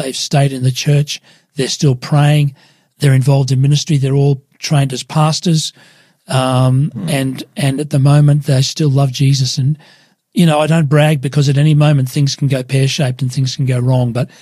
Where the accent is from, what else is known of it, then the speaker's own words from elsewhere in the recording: Queensland, Australia; also born or lived in New Zealand; now in Sydney, Australia; We're both from Queensland. We've left our family behind.